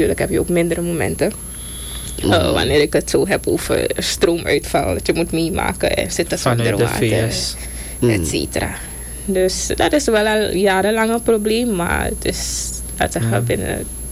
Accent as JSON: {"language": "Dutch", "country": "Suriname", "said": "Ja, kijk, we zijn Surinamers gewoon."}